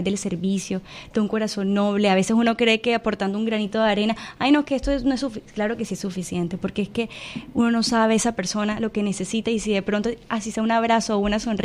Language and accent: Spanish; Barranquilla, Atlántico, Colombia; como colombianos, como barranquilleros, ver desde otra perspectiva sus necesidades